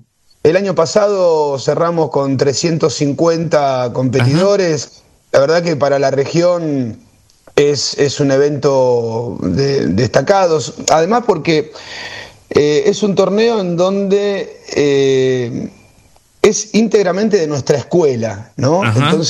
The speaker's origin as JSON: {"language": "Spanish", "country": "Argentina", "said": "Yo soy de Buenos Aires, hice toda mi carrera, hace casi 40 años que hago taekwondo, y toda mi carrera acá en Buenos Aires"}